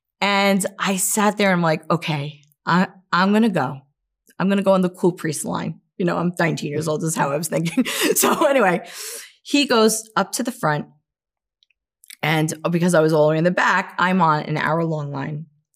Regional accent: New York, United States

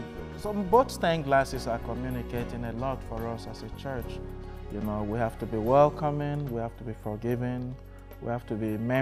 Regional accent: Nigeria; moved away as an adult; now in United States; I've been to Germany, I've been to Mexico, and then Nigeria is my home country.

